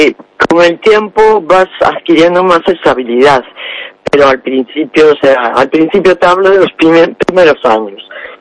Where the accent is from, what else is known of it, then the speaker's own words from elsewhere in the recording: Vigo, Galicia, Spain; moved away as an adult; now in Ourense, Spain; Yo, por ejemplo, soy de Vigo. Yo cuando me vine a vivir para Orense, a mí me costó un mundo adaptarme al clima.